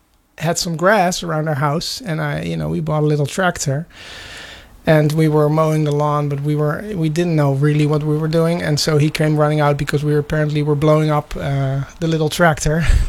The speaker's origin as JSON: {"language": "English", "country": "Netherlands", "moved": "yes", "lives_now": "Catskill, United States", "said": "Yes, no, I'm originally from the Netherlands in Europe. And so I moved here 15 years ago."}